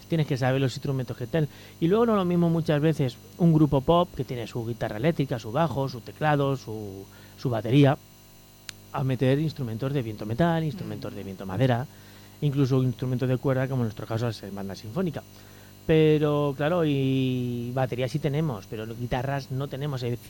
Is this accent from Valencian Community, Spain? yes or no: no; Churriana, Andalusia, Spain; soy mi churriego de pura cepa.